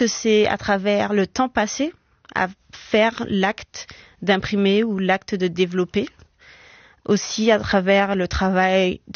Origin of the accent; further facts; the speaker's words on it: Guadeloupe; peut-être que c'est parce que je viens de Guadeloupe.